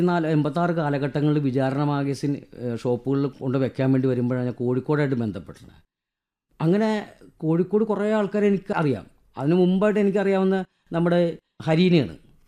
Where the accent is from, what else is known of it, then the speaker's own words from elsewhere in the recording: Kerala, India; നിങ്ങളെവിടെ നിന്ന് വരുന്നു? നമ്മൾ കേരള.